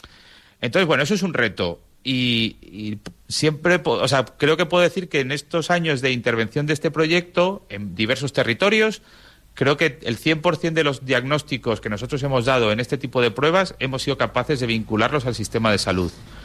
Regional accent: Community of Madrid, Spain; nosotros venimos de la Comunidad de Madrid, que es otra realidad totalmente

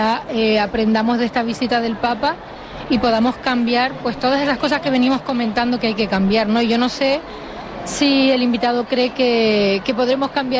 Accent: Canary Islands, Spain; Para mí es un orgullo como canaria

